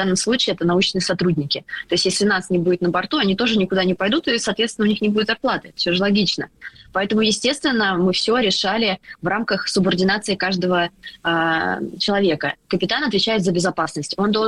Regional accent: Moscow, Russia; Я из Москвы.

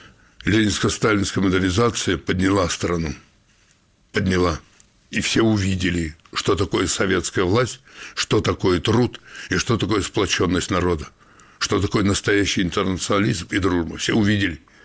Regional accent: Oryol, Oryol Oblast, Russia; освободили мой родной Орел

